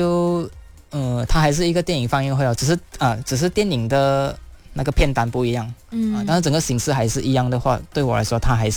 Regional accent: Taiping, Perak, Malaysia; moved away; 我的家乡太平

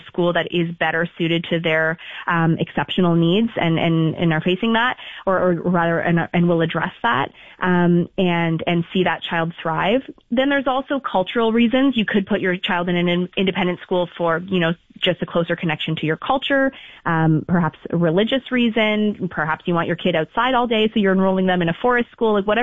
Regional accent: Toronto, Ontario, Canada; I grew up in the Toronto area

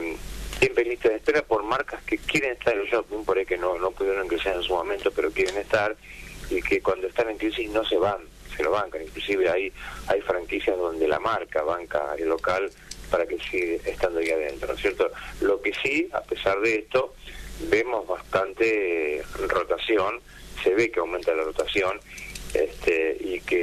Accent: Moreno, Buenos Aires Province, Argentina

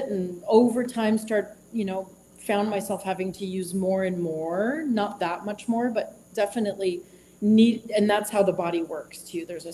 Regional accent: Canada; And I grew up in Canada and did my undergraduate studies in Ottawa, Ontario.

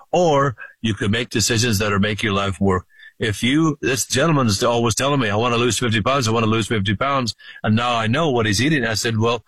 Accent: Ireland; now in United States

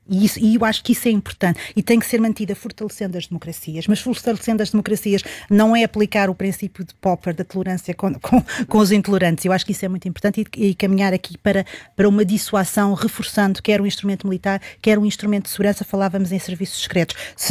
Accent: Portugal; E nós, enquanto portugueses, enquanto país soberano e que tem que se preocupar com a nossa soberania

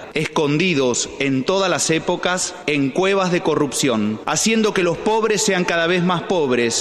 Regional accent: Argentina

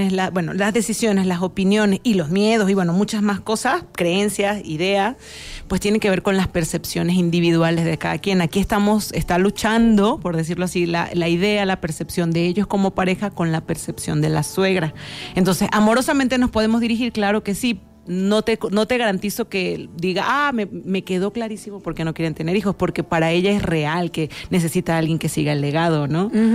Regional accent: Venezuela; Soy venezolana.

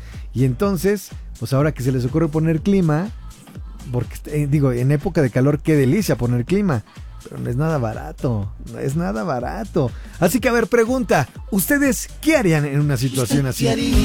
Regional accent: Oaxaca, Mexico; now in Puebla, Mexico; Yo soy de Oaxaca, pero por trabajo vivo aquí en Puebla.

